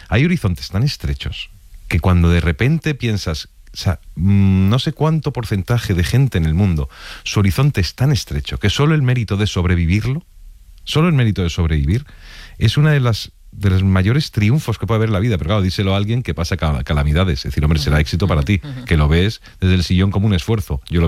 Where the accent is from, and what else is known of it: Spain